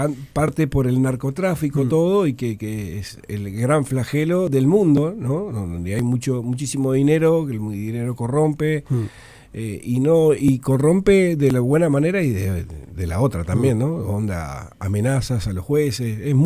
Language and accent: Spanish; Montevideo, Uruguay; born there; hay un apego especial a la gente del cerro que no se quiere ir, como yo